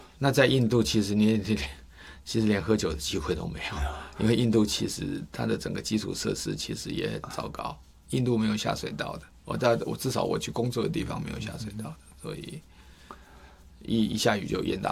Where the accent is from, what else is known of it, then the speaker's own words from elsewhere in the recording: Taiwan; 我台湾人常讲 get 齐的，